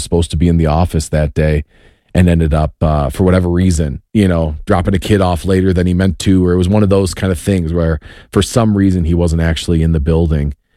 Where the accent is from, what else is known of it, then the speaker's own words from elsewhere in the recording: Wheaton, Illinois, United States; We grew up in I grew up in Wheaton, Illinois.